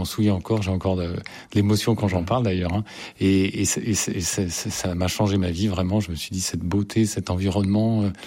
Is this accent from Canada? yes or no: no; Paris, Île-de-France, France; born there